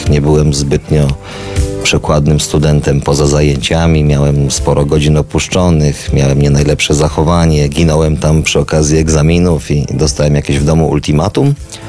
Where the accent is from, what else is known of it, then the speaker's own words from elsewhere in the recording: Subcarpathian Voivodeship, Poland; moved away as an adult; now in Warsaw, Poland; to ja też przyjechałem z Podkarpacia, mając 19 lat, do Warszawy i tutaj się gdzieś tam wszystko rozpoczęło.